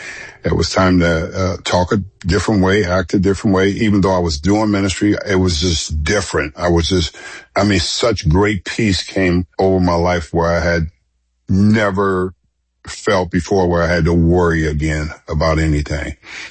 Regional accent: Los Angeles, California, United States; Most of the time, it was growing up in South Central, Crenshaw High, and Eric went to Fremont

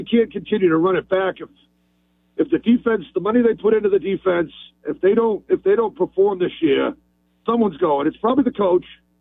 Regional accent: Boston, Massachusetts, United States; I'm from Boston, by the way.

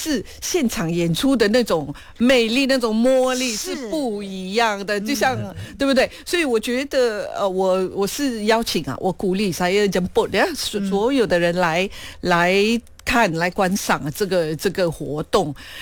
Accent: Malaysia

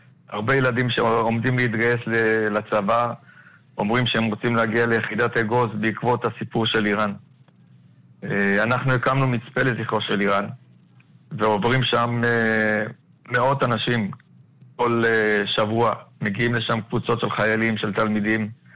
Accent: Kiryat Shmona, Northern District, Israel; born there; כן, אני פה נולדתי פה, כאן בניתי את הבית שלי, כאן נולדו לי ילדיי, ואני ממשיך לגור כאן.

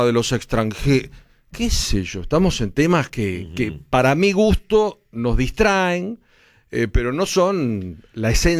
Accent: Argentina; me duele porque somos argentinos y tenemos un sentimiento muy fuerte por Malvinas

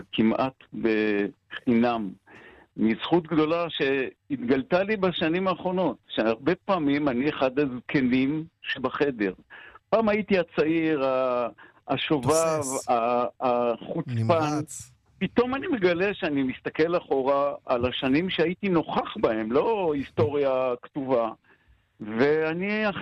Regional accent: Ein Gev, Northern District, Israel; now in Golan Heights; אני גדלתי בקיבוץ אינגר. כל ילדותי, רמת הגולן רבצה כפשוטו מעל קיבוץ אינגר

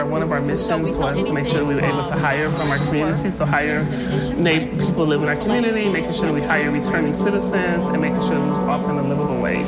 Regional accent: Detroit, Michigan, United States; born there; born straight down Livernois.

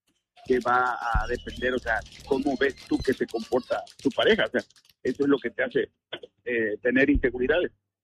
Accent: Cosamaloapan, Veracruz, Mexico; Nosotros somos de Veracruz, pero así estamos. Ella es de Orizaba y yo soy de Coatzamalapan.

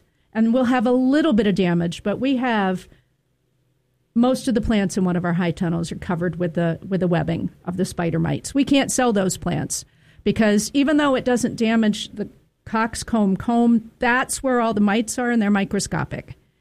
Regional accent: Baltimore, Maryland, United States; moved away; I grew up with on the East Coast in Baltimore

